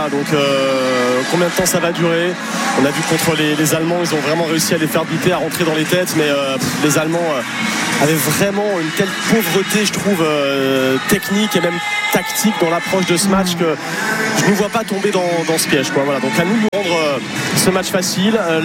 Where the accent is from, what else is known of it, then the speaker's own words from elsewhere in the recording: France; qu'on leur dit qu'on est français